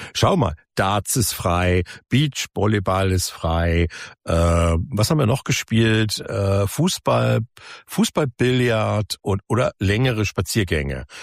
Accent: Munich, Bavaria, Germany; wo ich als Münchner ja manchmal hinfahre

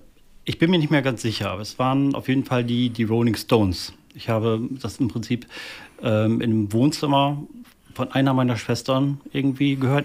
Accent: Bramsche, Lower Saxony, Germany; born there; also born or lived in Bohmte; Ich bin in Bramsche geboren, bin in Achmar groß geworden.

